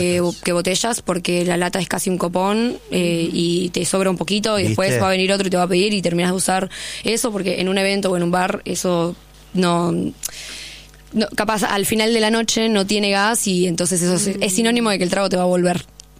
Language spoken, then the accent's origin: Spanish; Argentina; Nosotros, como argentinos